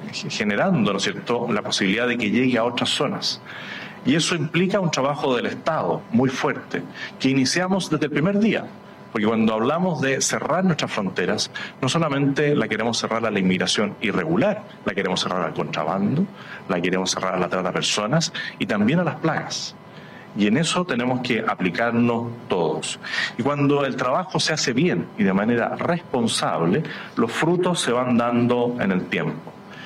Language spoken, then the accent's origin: Spanish; Chile; le reitero mis agradecimientos como chileno.